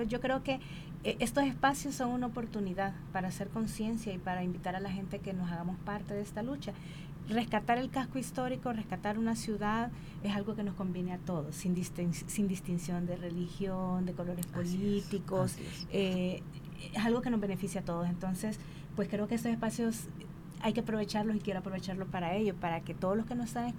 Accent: Honduras; ¿por qué nosotros como hondureños no podríamos?

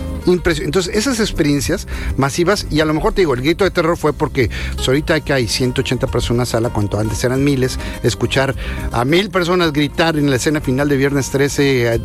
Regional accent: Ciudad Valles, San Luis Potosí, Mexico; moved away; yo vengo de Pueblo Chico, Valles, San Luis Potosí

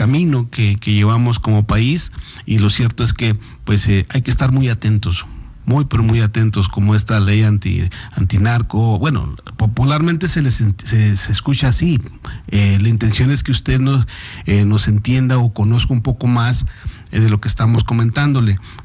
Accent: Mexico; nosotros como mexicanos

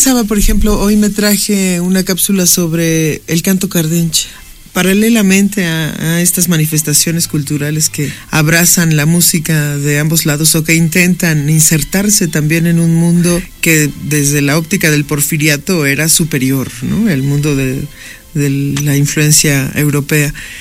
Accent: Mexico; somos personas que pertenecemos a este entorno, que vivimos en esta cultura, que nacimos con pues toda la clase de información que nos acredita como mexicanas.

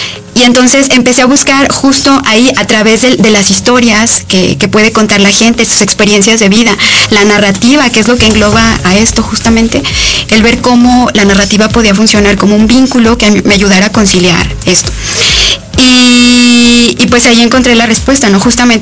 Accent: Ojocaliente, Zacatecas, Mexico; now in Aguascalientes, Mexico; yo no soy de Aguascalientes, yo soy de Zacatecas, de un lugar que se llama Ojo Caliente

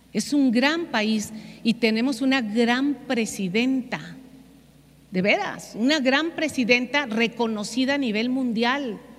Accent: Mexico; Y yo soy mexicana.

